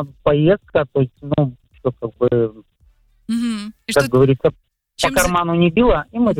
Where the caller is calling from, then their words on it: Kandalaksha, Murmansk Oblast, Russia; Мурманская область, Кандалакша.